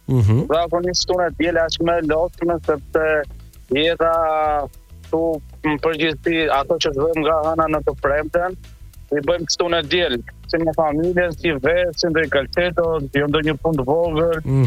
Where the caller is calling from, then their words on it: Frankfurt, Hesse, Germany; nga Frankfurti